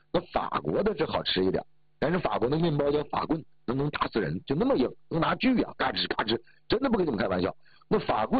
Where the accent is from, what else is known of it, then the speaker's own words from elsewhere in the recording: Northeast China, China; 我是东北的呀，我会炖菜呀，是不是？